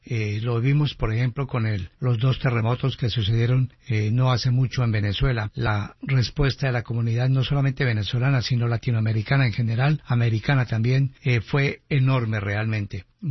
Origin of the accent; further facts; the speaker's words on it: Colombia; now in Las Vegas, United States; sino como ciudadanos colombianos